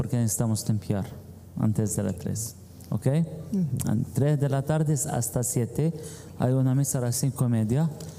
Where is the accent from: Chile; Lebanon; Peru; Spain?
Lebanon; now in Miami, United States; Soy libanés, pero como español, tomo español, hablo español, bailo español, canto español.